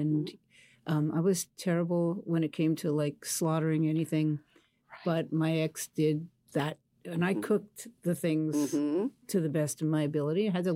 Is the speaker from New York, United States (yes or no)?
yes; New York City, New York, United States; Yes, I was raised in Queens, New York.